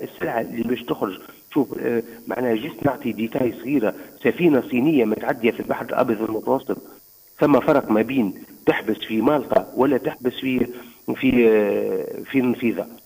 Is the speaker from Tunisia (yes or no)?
yes; Tunisia; أنا كتونسي